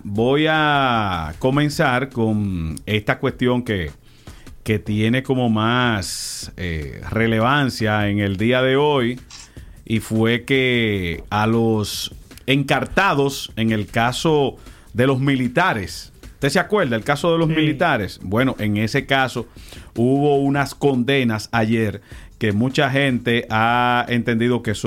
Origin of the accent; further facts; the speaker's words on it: Dominican Republic; los que estamos en esta cabina actualmente somos todos dominicanos.